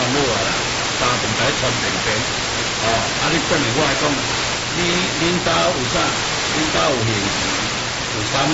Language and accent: Chinese; Fujian, China; 我是闽南人